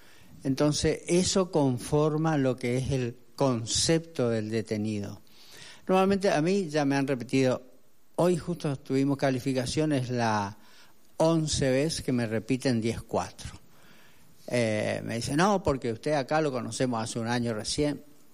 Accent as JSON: {"language": "Spanish", "region": "Chaco", "country": "Argentina", "moved": "yes", "said": "yo, por ejemplo, soy del Chaco, necesitaba para la visita especial a mi provincia, donde está mi familia"}